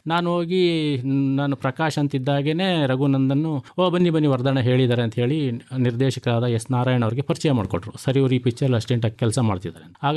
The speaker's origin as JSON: {"language": "Kannada", "town": "Megalahundi", "region": "Karnataka", "country": "India", "tie": "born or raised there", "also_born_or_lived": "Mysuru", "said": "ಇಲ್ಲಿ ನಾನು ಹುಟ್ಟಿ ಮತ್ತು ಹೈಸ್ಕೂಲ್ ತನಕ, ನನ್ನ ಬಾಲ್ಯದ 13-14 ವರ್ಷಗಳ ತನಕ ನಾನು ಮೇಗಲಹುಂಡಿಯಲ್ಲೇ ಬೆಳೆದೆ. ಅದಾದಮೇಲೆ ನಾನು ಮೈಸೂರಿಗೆ ಬಂದೆ"}